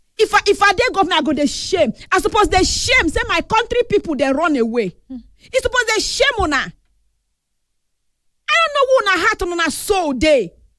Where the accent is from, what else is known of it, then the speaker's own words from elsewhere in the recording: Nigeria; just because I'm Nigerian. God forbid that me being a part of this nation be a curse on me.